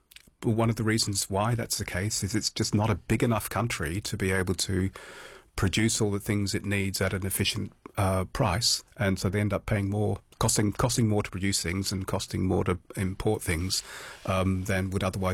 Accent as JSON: {"language": "English", "town": "Holywood", "region": "Northern Ireland", "country": "United Kingdom", "said": "We came from Hollywood, and here I pause for effect. Northern Ireland. it's now been swallowed up by Belfast, but at the time it was a fairly small village on the road from Belfast to Bangor."}